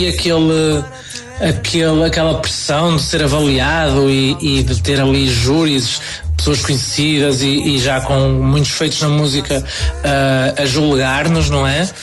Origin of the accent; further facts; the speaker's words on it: Felgueiras, Porto, Portugal; eu venho de Felgueiras, que é uma terrinha do distrito do Porto.